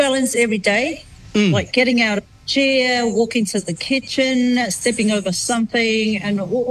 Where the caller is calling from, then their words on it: Onehunga, Auckland, New Zealand; I'm actually living from Onehanga, the Bay Reserve, Onehanga Bay Reserve.